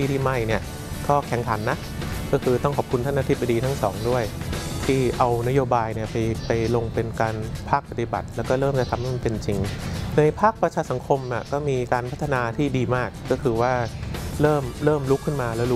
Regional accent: Bangkok, Thailand

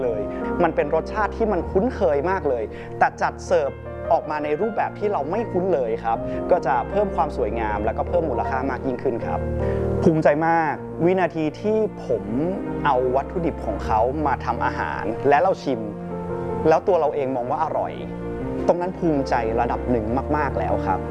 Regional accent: Chiang Mai, Thailand; born or raised there

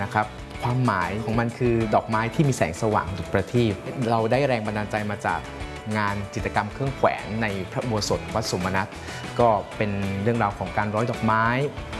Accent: Chiang Mai, Thailand; เอาภายในจังหวัดเชียงใหม่คือเป็นจังหวัดบ้านเกิดของเราเอง

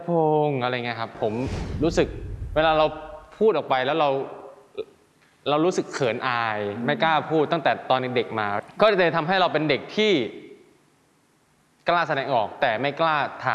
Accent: Isan, Thailand; เราเป็นคนอีสานเราก็พูดอีสานไปเลย

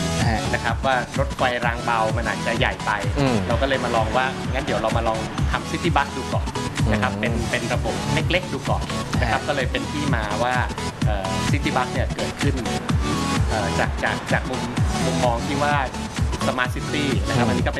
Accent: Khon Kaen, Thailand; ในนักธุรกิจที่เกิดในจังหวัดขอนแก่นแล้วก็โตในจังหวัดขอนแก่นนะครับแล้วก็คิดว่าจะตายในจังหวัดขอนแก่นนี่แหละครับ

